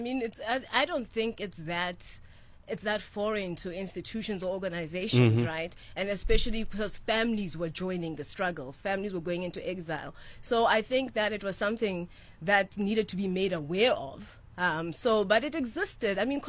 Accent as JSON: {"language": "English", "country": "South Africa", "said": "You know, for South Africans have always stood up for what's just, what's wrong, what's true, what's ailing, right? And they've always been, contrary to even popular belief, as being told that we were given our democra"}